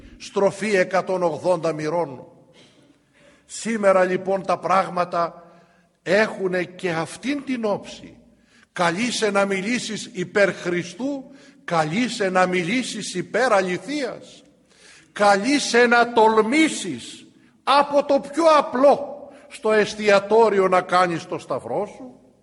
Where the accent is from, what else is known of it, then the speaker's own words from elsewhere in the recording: Greece; Σε ορθόδοξη χώρα να μην τολμούμε?